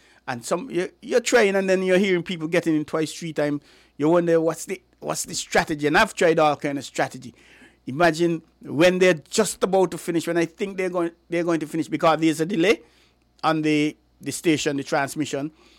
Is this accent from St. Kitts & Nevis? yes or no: yes; St. Kitts & Nevis; we're from St. Kitts Nevis